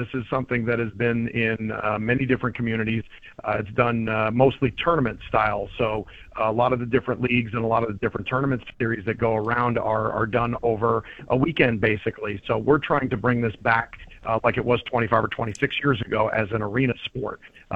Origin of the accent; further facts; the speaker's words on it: New Jersey, United States; moved away; Yeah, I'm not from Toledo, just a Jersey guy. I've traveled around.